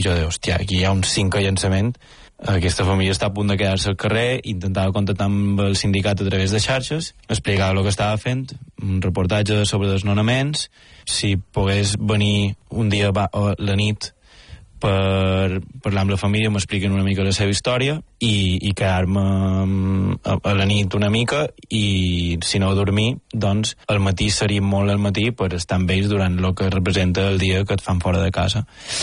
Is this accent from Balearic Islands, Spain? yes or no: yes; Balearic Islands, Spain; mos coneixem d'això de fer temes junts i els dos som mallorquins.